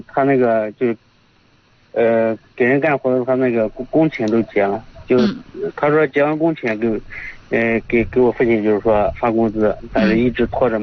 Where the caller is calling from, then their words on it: Hejin, Shanxi, China; 河津的。